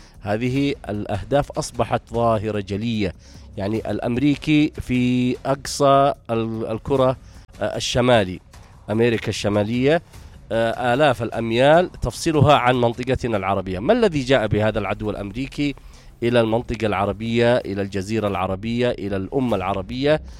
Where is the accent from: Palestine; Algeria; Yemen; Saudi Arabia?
Yemen; بلادنا اليمن.